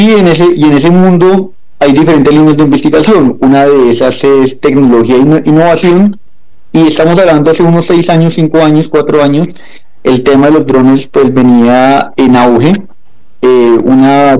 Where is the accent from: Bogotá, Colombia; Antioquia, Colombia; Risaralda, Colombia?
Bogotá, Colombia; moved away as an adult; now in Brazil; colombiano, moreno, pero de Bogotá, un rolo típico.